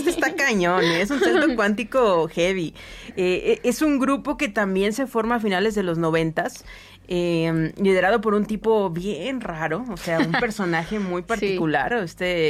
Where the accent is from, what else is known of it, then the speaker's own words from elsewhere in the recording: Monterrey, Nuevo León, Mexico; O sea, somos de Monterrey y estábamos en este marco temporal que ni siquiera tiene claro cuándo terminó y cuándo empezó